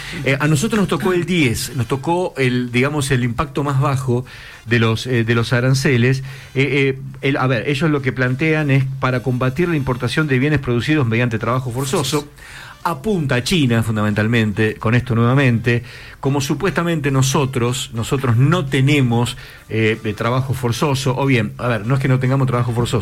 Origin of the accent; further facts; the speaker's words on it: Buenos Aires, Argentina; moved away; Yo como pequeño porteño que fui en algún momento